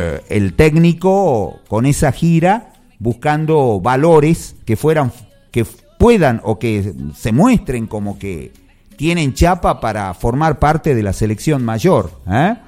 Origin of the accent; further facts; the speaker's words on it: Argentina; Yo no sé de dónde sacan estos mexicanos que nosotros somos los clásicos de México con Argentina.